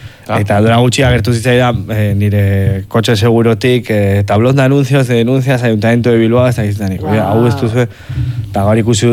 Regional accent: Pamplona, Navarre, Spain; nik ez dut euskalkirik, Iruñakoa naiz

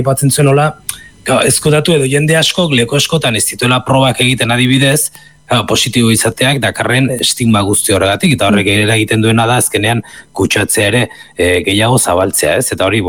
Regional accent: Southern Basque Country, Spain

